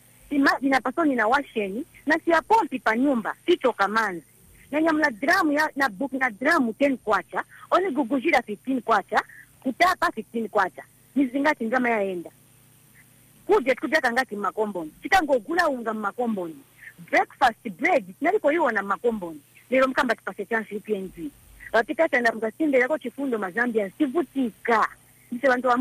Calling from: Chazanga, Lusaka Province, Zambia; I'm calling from Chazanga.

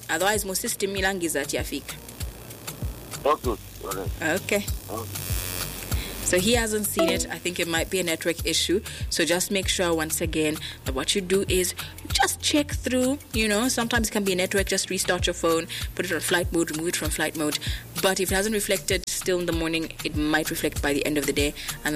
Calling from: Zambia; I'm calling you from Winbig, Zambia.

